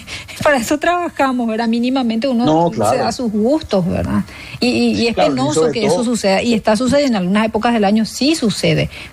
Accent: Paraguay; O sea, somos paraguayos, entonces queremos consumir lo que producimos y estamos en nuestro total derecho.

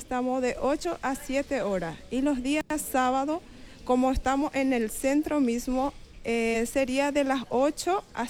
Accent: Paraguay

